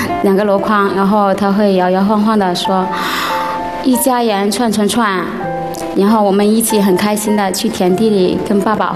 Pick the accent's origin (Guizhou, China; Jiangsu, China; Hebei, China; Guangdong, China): Guangdong, China; Gaozhou; 我来自广东高州。嗯，我没有出过广东省，但是我一听到有可以找妈妈的机会，我就自己背着背包摸索着来了北京。